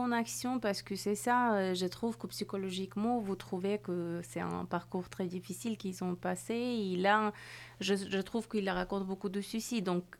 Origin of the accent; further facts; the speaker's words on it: Afghanistan; moved away; je suis de l'Afghanistan.